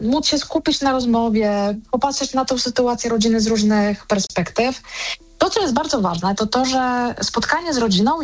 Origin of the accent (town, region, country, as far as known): Kraków, Lesser Poland, Poland